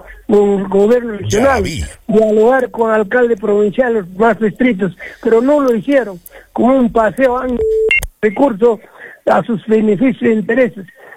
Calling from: Peru

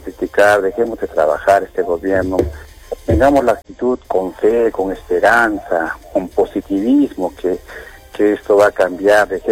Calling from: Peru; deseo como peruano

